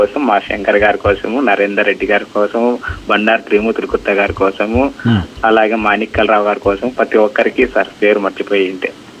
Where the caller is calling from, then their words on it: Anantapur district, Andhra Pradesh, India; నాది అనంతపురం జిల్లా సినికేత్ నగర్ నుంచి మాట్లాడుతున్నాను